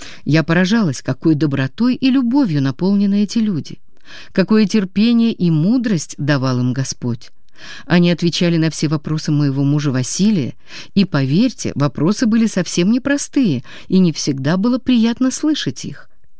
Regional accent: Odesa, Odesa Oblast, Ukraine; moved away as an adult; now in Canada; Сами мы из Украины, Одессы. Жили там всю нашу молодость

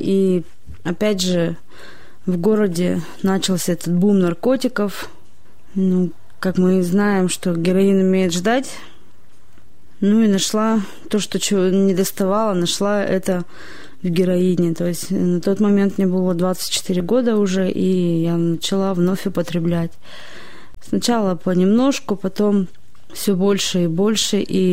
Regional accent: Nizhny Tagil, Sverdlovsk Oblast, Russia; мне 30 лет. Родилась и выросла в Нижнем Тагиле.

